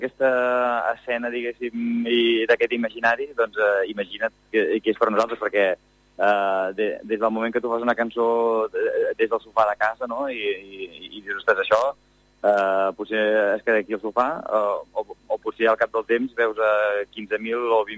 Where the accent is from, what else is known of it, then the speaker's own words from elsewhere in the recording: Terrassa, Catalonia, Spain; nosaltres som de Terrassa, que és una ciutat, mig poble també per la zona on vivim, de Terrassa